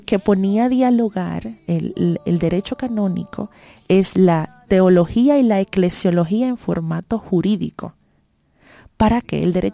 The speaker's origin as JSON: {"language": "Spanish", "country": "Colombia", "said": "que nosotros como colombianos, aunque no me han dado la cédula"}